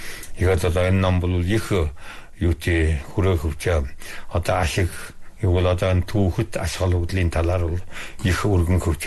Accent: Inner Mongolia, China; Нэг манай нэг үндэстэн ястны бол одоо 1734 оноос баг 8 хошуу хөлөмбөрийн тал нутагт ирээд одоо ихэд орогнон суугаад 280 гэдэг жил болж байна. Одоо 290 шахуу жил болж байна.

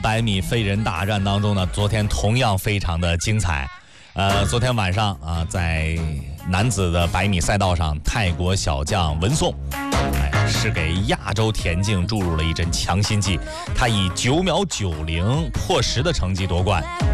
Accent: China; 我们中国人

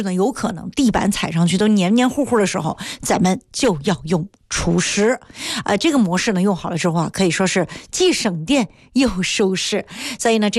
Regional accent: Guangdong, China; 咱们广东人啊

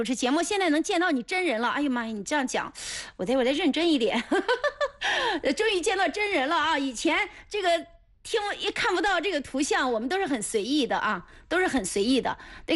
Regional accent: Mengcheng, Anhui, China; now in Hefei, China; 我现在在合肥。你问我是哪个县？我老家是安徽亳州蒙城。

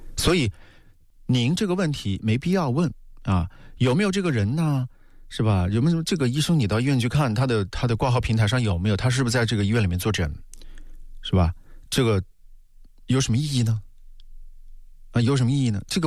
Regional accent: Wuhan, Hubei, China; 我们武汉人就说发神经

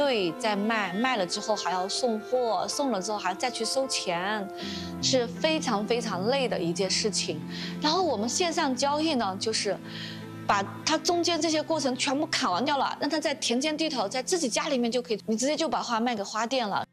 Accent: Dali, Yunnan, China; 我来自云南大理，今年是我做鲜花的第16年。

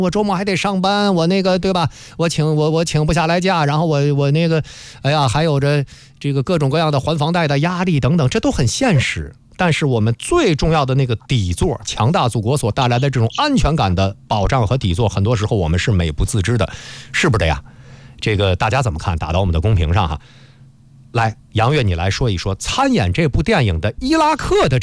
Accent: China

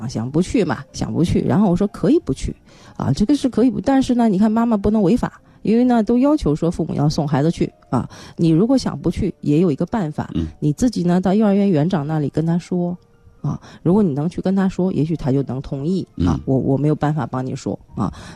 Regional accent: Beijing, China; accent: Beijing accent (京腔); also born or lived in Yangzhou; 我在扬州嘛，但是我的父亲这边是北京人，所以我有一口京腔，一口京腔

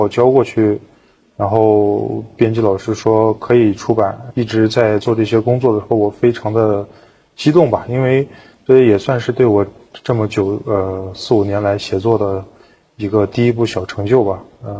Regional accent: Altay, Xinjiang, China; 因为那是我的故乡嘛

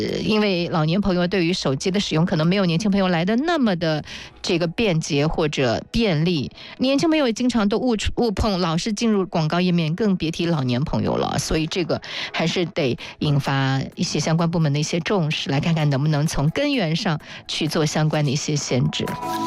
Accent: Shaoxing, Zhejiang, China; 因为我是来自于臭豆腐的故乡。我是来自绍兴，绍兴的油炸臭豆腐是非常的著名的

